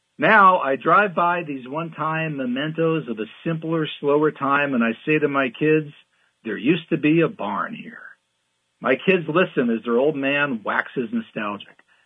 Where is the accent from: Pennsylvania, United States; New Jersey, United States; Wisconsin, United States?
Pennsylvania, United States; Butler; also born or lived in Pittsburgh, United States / Russellton, United States; I was born in December 1966 in the Oakland section of Pittsburgh. I then moved to a small coal town called Russellton for a few years, and then grew up in suburban Butler, Pennsylvania.